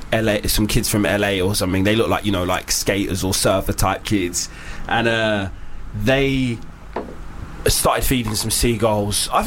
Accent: Hackney, London, United Kingdom; I'm actually from Hackney.

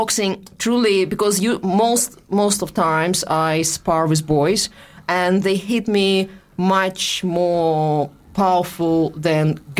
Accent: Russia; accent: Russian; English is a second language; moved away; I think it's my Russian accent.

